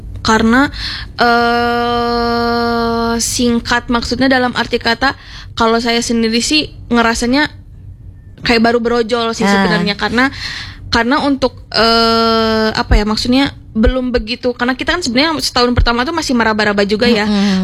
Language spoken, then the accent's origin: Indonesian; Bandung, West Java, Indonesia; saya mah orang Bandung sebenarnya, suami yang orang Sumedang.